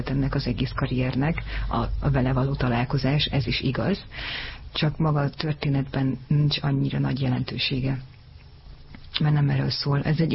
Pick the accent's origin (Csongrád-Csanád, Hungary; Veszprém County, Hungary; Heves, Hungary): Heves, Hungary; Domoszló; akkor Heves megyei vagyok, vagy Domoszlai, uh-huh. Domoszlónak hívják a falut, ahonnan a szüleim származnak